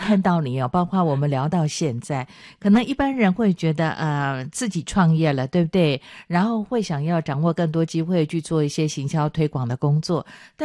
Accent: Chiayi, Taiwan; now in Taipei, Taiwan; 因为我是嘉义人

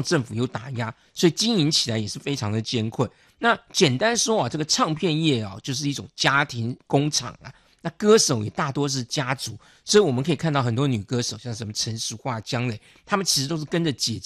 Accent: Taiwan; 这也就是我们台湾人所谓的老三台。

